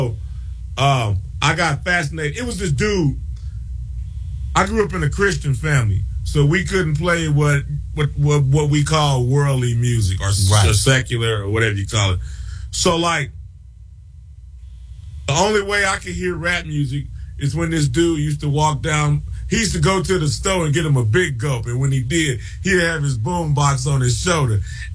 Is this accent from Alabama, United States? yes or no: yes; Mobile, Alabama, United States; also born or lived in Los Angeles; Around 5 years old, my mom, she got real sick, and, you know, my dad didn't want her to, you know, die on his watch, and so he sent her back to Mobile, Alabama, and I had to go with her.